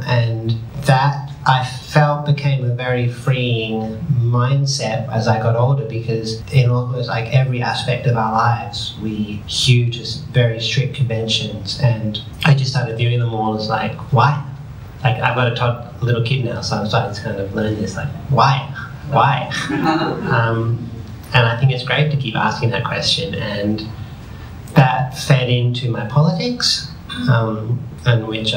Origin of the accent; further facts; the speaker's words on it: Australia; also born or lived in England; I think growing up, the main way it affected me was that I was born in England and came to Australia, and I was born a boy but didn't feel like a boy.